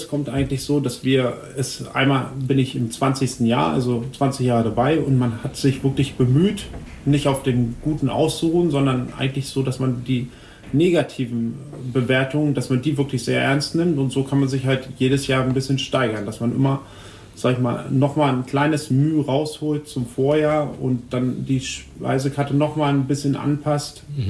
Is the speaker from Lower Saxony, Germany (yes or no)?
yes; Braunschweig, Lower Saxony, Germany; moved away as an adult; also born or lived in Hoyerswerda / Juist; now in Lautenthal, Germany; Ich komme ursprünglich aus Hoyerswerda, bin in Braunschweig groß geworden